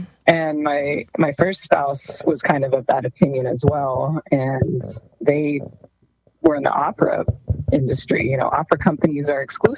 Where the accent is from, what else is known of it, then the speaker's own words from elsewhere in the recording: Odessa, Texas, United States; now in Menard, United States; No, I grew up in Odessa in the real oil country.